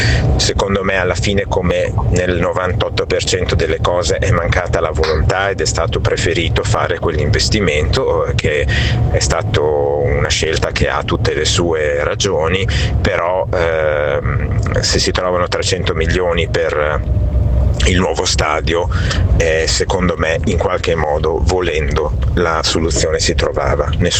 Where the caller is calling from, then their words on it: Bologna, Emilia-Romagna, Italy; da Bologna